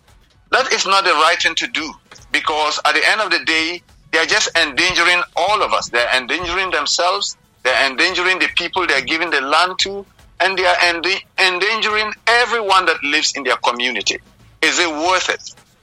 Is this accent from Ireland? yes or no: no; Ghana; moved away; I was born and bred in Ghana.